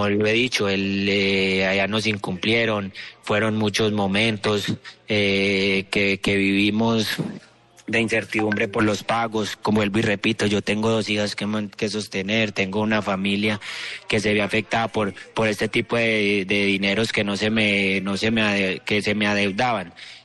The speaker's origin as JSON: {"language": "Spanish", "town": "Pereira", "region": "Risaralda", "country": "Colombia", "tie": "born or raised there", "moved": "yes", "said": "siempre soy pereirano."}